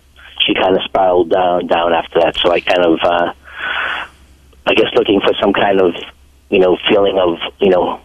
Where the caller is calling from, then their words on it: Attleboro, Massachusetts, United States; I'm calling from Attleboro, Massachusetts.